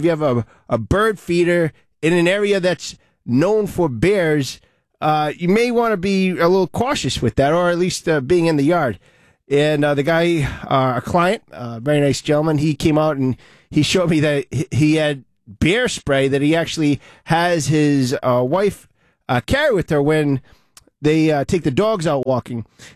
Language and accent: English; Olneyville, Rhode Island, United States; I'm from Oneyville